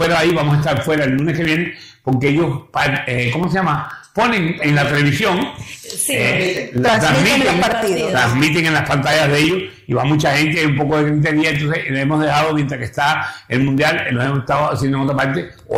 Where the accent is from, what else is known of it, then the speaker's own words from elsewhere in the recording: Cuba; now in New York, United States; para aquellos ustedes que no lo saben, yo soy cubano